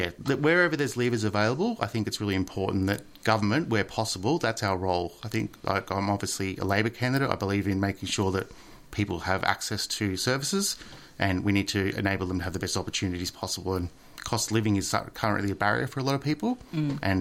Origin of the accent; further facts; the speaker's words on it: Bendigo, Victoria, Australia; also born or lived in Melbourne; I was born and raised in Bendigo. I grew up there. My family lived in Bendigo for over 150 years. So intergenerational family in central Victoria.